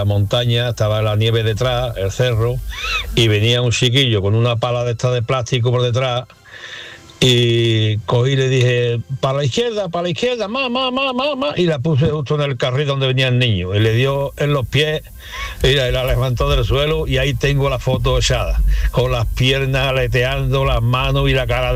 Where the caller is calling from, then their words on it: Seville, Andalusia, Spain; porque soy de Sevilla